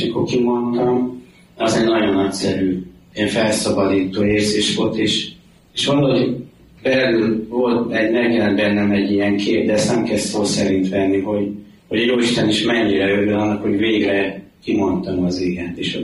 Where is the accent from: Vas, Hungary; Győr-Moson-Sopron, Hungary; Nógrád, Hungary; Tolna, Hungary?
Tolna, Hungary; Györköny; also born or lived in Baks; Egy kis faluban nőttem fel, Bakson születtem, de Baks mellett Györkönyben nőttem fel.